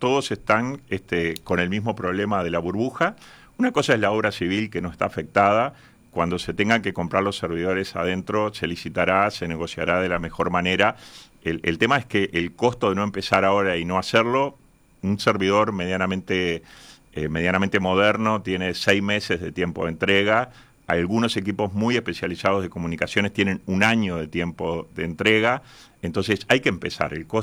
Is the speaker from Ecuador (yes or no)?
no; Uruguay